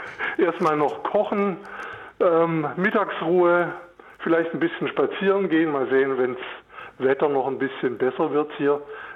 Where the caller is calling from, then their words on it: Lichtentanne, Saxony, Germany; Ich rufe an aus Schönfels. Gemeinde Lichtentanne, das ist bei Zwickau.